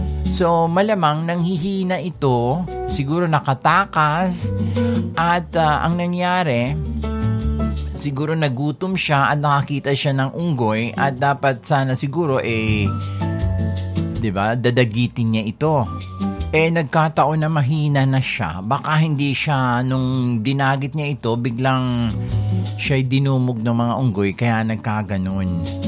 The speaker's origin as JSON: {"language": "Tagalog", "town": "Maramag", "region": "Bukidnon", "country": "Philippines", "tie": "born or raised there", "said": "ako pinanganak ako sa Bukidnon. Pinanganak ako sa Central Mindanao University sa Maramag, Bukidnon. Kaya naman, nag-spend ako ng ilang taong ko doon. Naging teenager. Doon ako nag-teenager."}